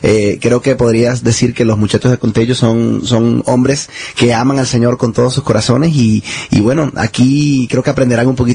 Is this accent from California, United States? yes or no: no; Miami, Florida, United States; born there; yo nací en la ciudad de Miami, Florida, en los Estados Unidos, pero mi familia es de Cartagena, Colombia, así que fluye en mí la sangre colombiana.